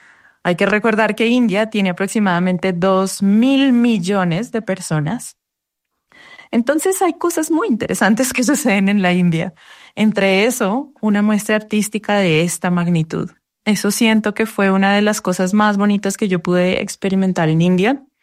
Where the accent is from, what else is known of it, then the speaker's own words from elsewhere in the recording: Colombia; siendo colombiana